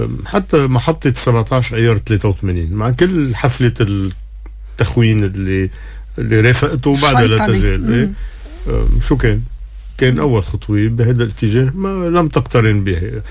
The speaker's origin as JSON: {"language": "Arabic", "country": "Lebanon", "said": "بس بدي لك بكل صراحة انه انا كمواطن لبناني انا بفتش دايما على الدولة، بفتش على الجيش"}